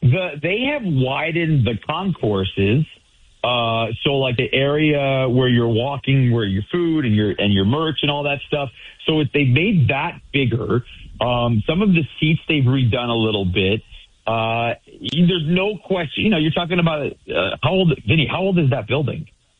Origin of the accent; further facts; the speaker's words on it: Michigan, United States; And remember, I'm not a New Yorker. I grew up in Michigan.